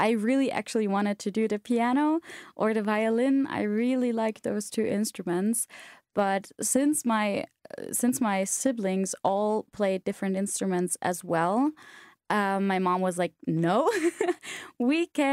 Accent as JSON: {"language": "English", "region": "Trentino-Alto Adige", "country": "Italy", "moved": "as an adult", "lives_now": "Klagenfurt, Austria", "said": "Hi, I'm 21, almost 22 years old, and I'm studying here at Klagenfurt. I'm originally from South Tyrol."}